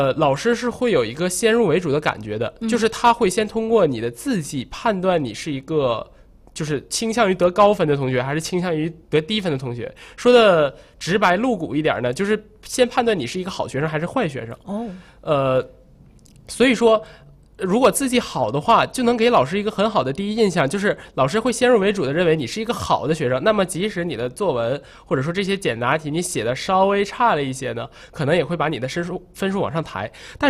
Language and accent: Chinese; China; first language Chinese; 因为我们是中国人嘛，这个语文它不仅是一个学科，也是我们的中文汉语也是我们的母语